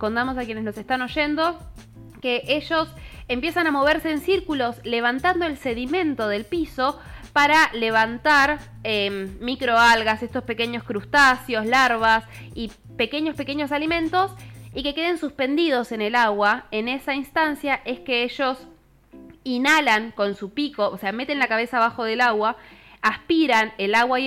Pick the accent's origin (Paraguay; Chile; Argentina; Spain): Argentina